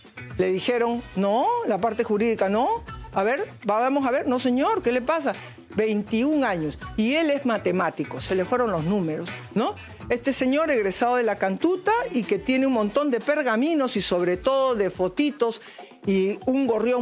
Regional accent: Peru; Yo le deseo, como madre, como hija, como peruana, lo mejor es de los éxitos.

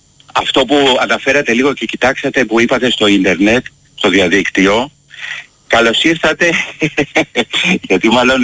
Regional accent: Greece; γιατί είμαστε Έλληνες καταρχήν.

